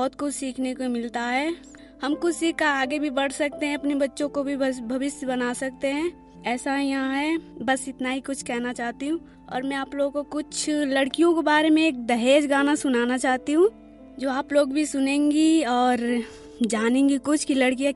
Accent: Ballia, Uttar Pradesh, India; मैं बलिया जिला की रहने वाली हूँ

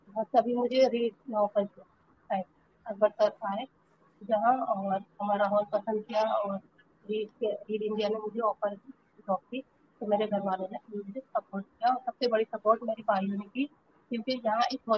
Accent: Rampur, Uttar Pradesh, India; और मैं रामपुर शहर से छोटे से मोहल्ले कलघर के रहने वाली हूँ।

